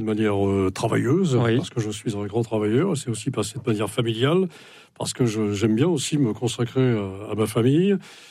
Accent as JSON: {"language": "French", "region": "Brittany", "country": "France", "lives_now": "Paris, France", "said": "Non, pas du tout, je ne suis pas breton de cœur, je suis breton. Ça fait partie de la migration bretonne que de l'être ici et là"}